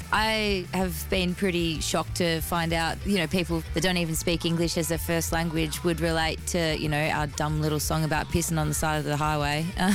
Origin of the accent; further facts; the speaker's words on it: Geraldton, Western Australia, Australia; we're from Geraldton in WA.